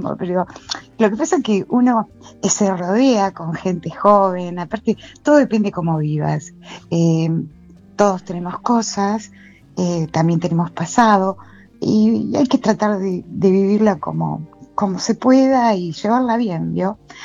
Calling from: Sarandí, Buenos Aires Province, Argentina; de Avellaneda, de Sarandí, a pocos metros de todo lo que está pasando.

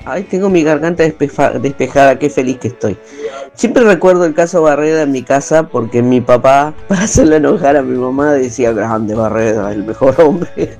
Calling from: Berazategui, Buenos Aires Province, Argentina; de Brazategui.

